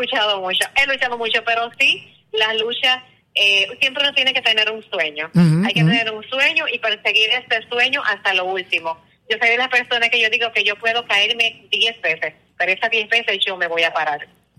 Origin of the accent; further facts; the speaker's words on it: Santiago de los Caballeros, Santiago, Dominican Republic; moved away; ahora mismo no estoy viviendo en el país, pero yo soy dominicana y santiaguera 200%.